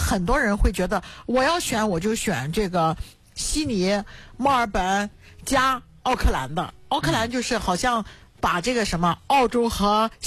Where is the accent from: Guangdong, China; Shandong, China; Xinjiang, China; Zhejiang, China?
Shandong, China; Qingdao; 可能对于我们青岛土生土长的来说也就那么回事儿。